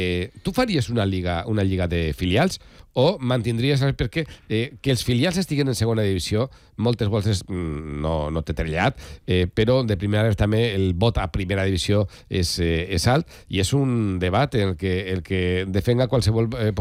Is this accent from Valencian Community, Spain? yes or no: yes; Valencia, Valencian Community, Spain; born there; jo soc nascut al Capi de Casal